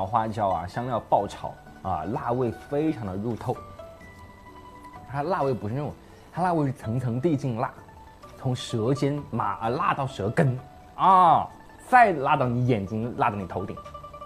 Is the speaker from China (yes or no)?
yes; Sichuan, China; 我就是四川人，我吃一盏灯我也辣哭，我也要蘸水。